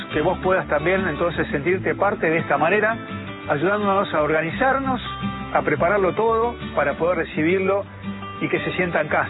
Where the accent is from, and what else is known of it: Argentina